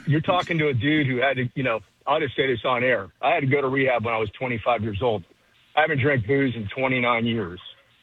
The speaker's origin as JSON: {"language": "English", "town": "Miami", "region": "Florida", "country": "United States", "moved": "yes", "lives_now": "Jacksonville, United States", "said": "I'm originally from Miami as well."}